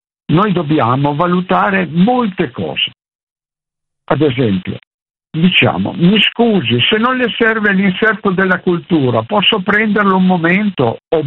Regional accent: Piedmont, Italy; Io sono piemontese

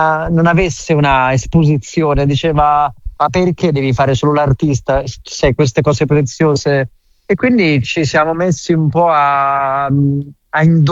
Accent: Umbria, Italy; Io comunque sono umbro

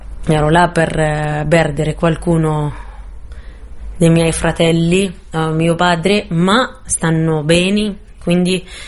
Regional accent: Gaza Strip, Palestine; moved away as an adult; also born or lived in Germany; come ho lasciato la striscia di Gaza o come quando ero a 20 anni

